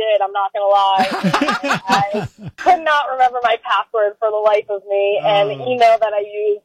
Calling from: North Smithfield, Rhode Island, United States; I live in North Smithfield, but I am in Johnston heading to work in Wakefield.

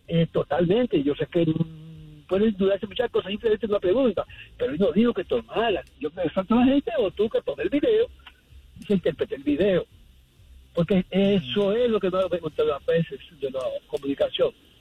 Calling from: Queens, New York, United States; Queens, New York.

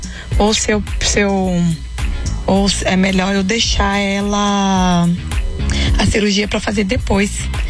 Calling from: Ribeirão das Neves, Minas Gerais, Brazil; sou de Ribeirão das Neves. Eu tenho 2 filhos pequenos

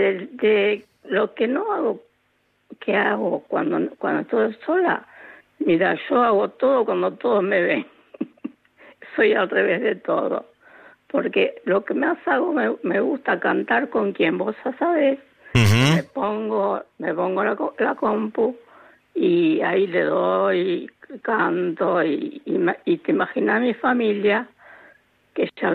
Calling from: Mar del Plata, Buenos Aires Province, Argentina; Te llamo desde Marder.

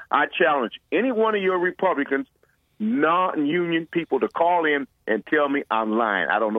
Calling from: Youngstown, Ohio, United States; Now, I'm calling from Youngstown

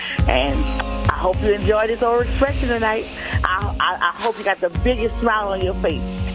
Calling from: Baker, Louisiana, United States; I'm from Baker, Louisiana.

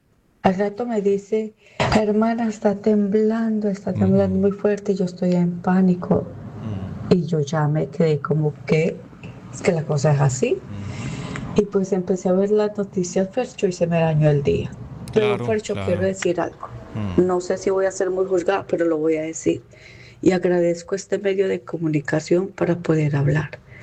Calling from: Netherlands; hablo desde Holanda.

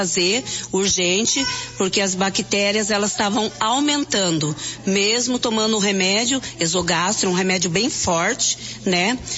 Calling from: Piraquara, Paraná, Brazil; sou daqui do Jardim Holandês Piraquara, tá?

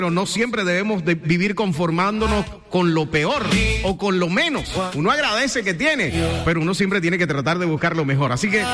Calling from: Santa Marta, Magdalena, Colombia; Soy de Santa Marta y vivo en Palmira Valle.

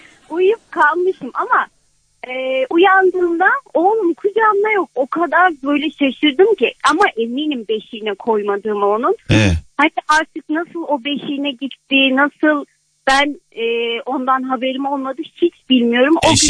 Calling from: Konya, Turkey; Merhaba, ben Konya'dan arıyorum

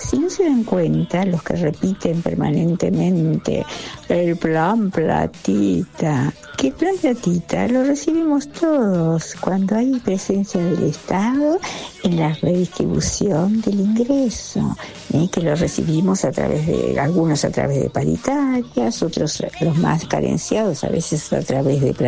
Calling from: Balvanera, Buenos Aires, Argentina; Les mando un abrazo grandote … de Balvanera.

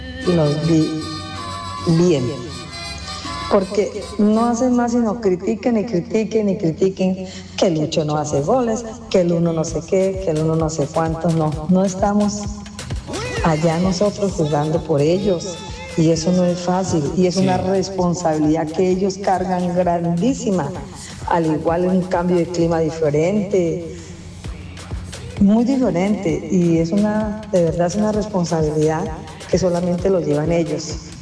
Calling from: Girón, Santander, Colombia; de Puerto Madero, Girón.

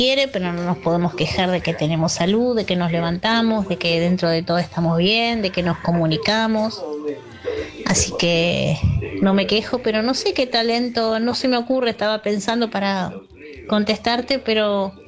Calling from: Buenos Aires, Argentina; de Caballito

